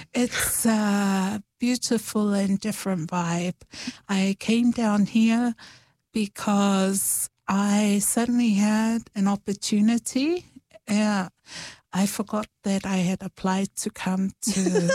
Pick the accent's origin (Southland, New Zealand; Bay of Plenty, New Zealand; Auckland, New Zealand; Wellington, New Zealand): Auckland, New Zealand; moved away as an adult; also born or lived in Samoa / Tonga; now in Dunedin, New Zealand; for a while, I've been living in Tamaki Makaurau, come from Southside, Otara.